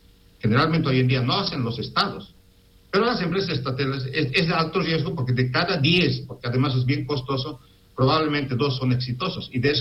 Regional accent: Bolivia; porque somos bolivianos

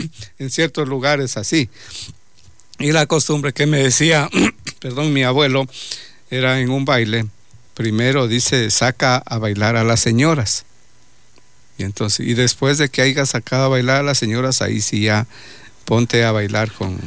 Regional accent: Loja, Ecuador; Nosotros en Loja decimos cuando bien vestido, bien togado.

